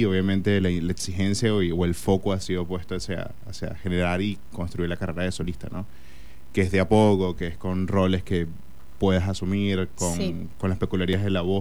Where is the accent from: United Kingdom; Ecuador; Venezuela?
Venezuela; moved away as an adult; now in Argentina; Bueno, yo soy de Venezuela. Uh-huh. Vine en el 2017